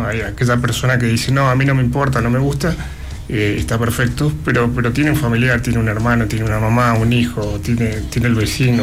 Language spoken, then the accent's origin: Spanish; Argentina; born there; Fútbol es un tema que nos atraviesa a todos como argentinos, mucho. A mí me atravesó desde chico, ¿no? Nací acá, en este país.